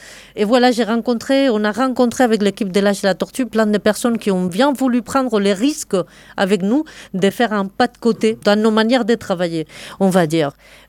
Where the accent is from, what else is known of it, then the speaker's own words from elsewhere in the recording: Spain; French is a second language; now in Rennes, France; je suis d'origine espagnole et j'ai une histoire d'émigration. Le français, ce n'est pas ma langue première, alors qu'ici, je dois parler le français tout le temps. Et on va me dire tout le temps que j'ai un accent très charmant